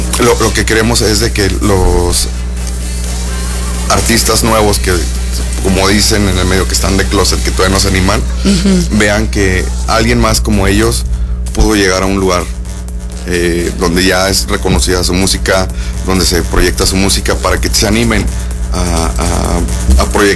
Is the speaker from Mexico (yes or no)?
yes; Huasteca, Mexico; como somos de la Huasteca nosotros dos